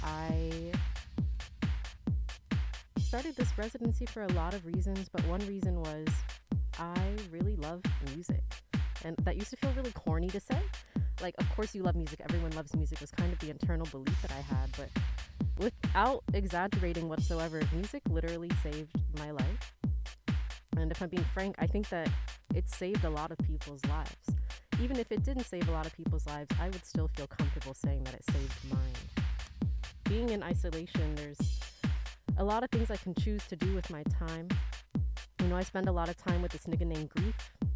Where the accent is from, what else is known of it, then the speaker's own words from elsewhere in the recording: Midwest, United States; and I'm wearing my Midwest hat today because I'm also from the Midwest.